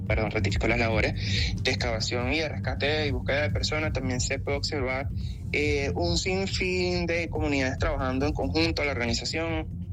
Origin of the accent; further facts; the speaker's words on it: Venezuela; esa demanda que nos caracteriza como venezolanos